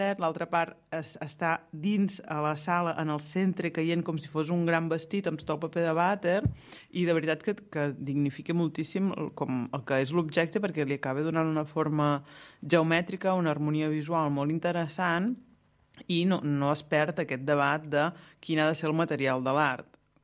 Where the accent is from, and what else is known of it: Blancafort, Catalonia, Spain; born or raised there